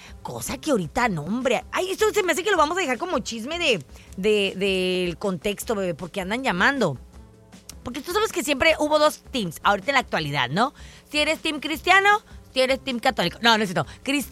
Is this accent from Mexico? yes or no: yes; Mexico